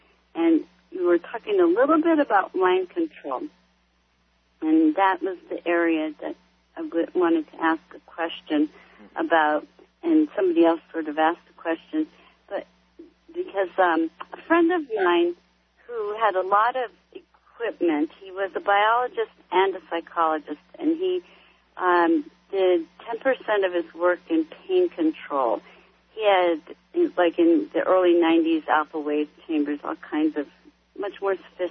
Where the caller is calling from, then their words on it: Albuquerque, New Mexico, United States; I'm calling from Richard C. Hoagland Country, Albuquerque, New Mexico.